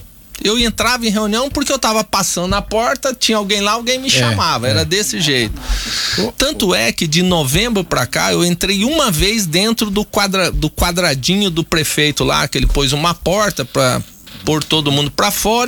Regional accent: Paraná, Brazil; Mas eu sou paranaense

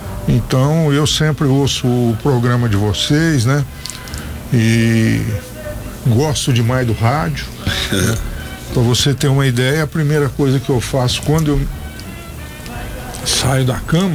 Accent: Orlândia, São Paulo, Brazil; moved away as an adult; lá na minha terra, em Orlândia

